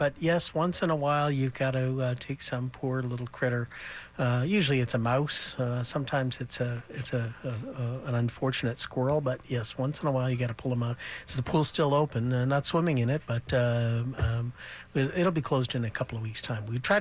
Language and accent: English; Canada; my maple leaf is near my heart at all times. So my gratefulness for being Canadian has never been stronger in my whole life than it is right now.